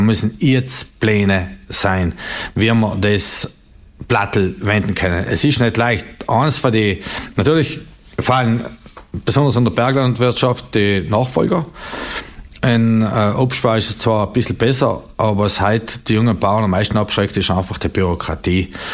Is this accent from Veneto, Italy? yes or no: no; Trentino-Alto Adige, Italy